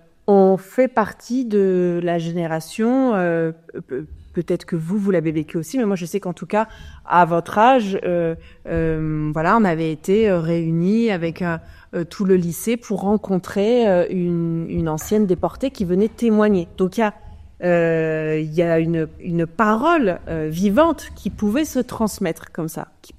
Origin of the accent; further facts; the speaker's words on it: France; mais en tant que Français, on hérite d'une histoire.